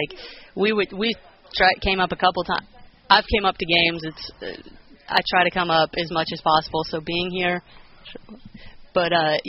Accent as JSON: {"language": "English", "town": "Goodland", "region": "Kansas", "country": "United States", "tie": "born or raised there", "said": "I was born and raised in Goodland, Kansas my entire life. My mom was from Wichita, my dad was from Kansas City"}